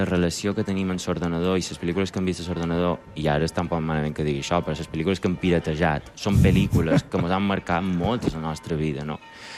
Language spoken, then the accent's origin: Catalan; Mallorca, Balearic Islands, Spain; now in Barcelona, Spain; Perquè perquè me n'he d'anar fora si jo soc d'aquí? Perquè no puc fer les meves mogudes aquí a Mallorca, precisament?